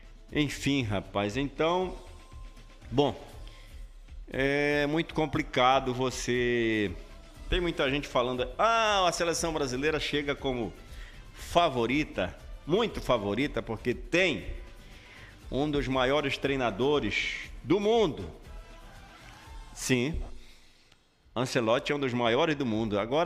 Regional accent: Brazil; Somos brasileiros.

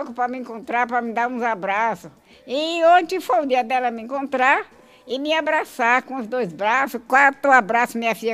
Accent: Bahia, Brazil; Eu disse, eu sou daqui da Bahia.

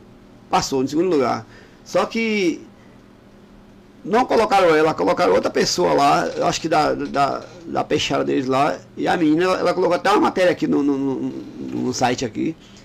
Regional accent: Camacan, Bahia, Brazil; Eu vou até para Camacan, porque eu sou de Camacan.

